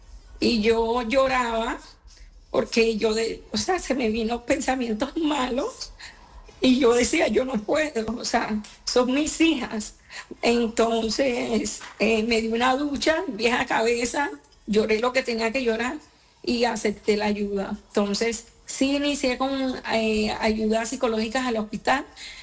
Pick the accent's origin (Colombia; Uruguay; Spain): Colombia; Ciénaga, Santa Marta, Magdalena; moved away as an adult; now in Medellín, Colombia; yo soy de la costa, yo soy repartida en la costa, zona bananera, Ciénaga, Santa Marta